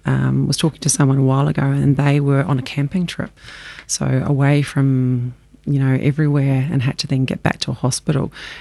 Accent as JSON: {"language": "English", "country": "New Zealand", "lives_now": "Australia", "said": "New Zealand, I'm a Kiwi, you can probably tell."}